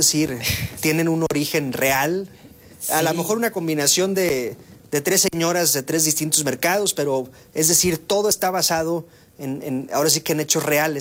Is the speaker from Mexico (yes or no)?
yes; Mexico; pues conocemos los mercados porque somos mexicanos